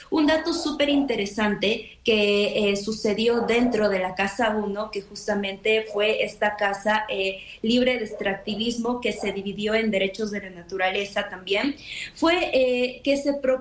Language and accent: Spanish; Ecuador